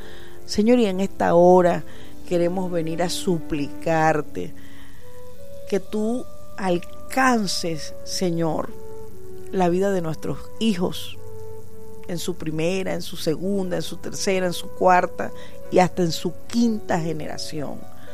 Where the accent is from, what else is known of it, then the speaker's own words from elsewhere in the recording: Venezuela; Yo soy muy latina, muy venezolana criolla.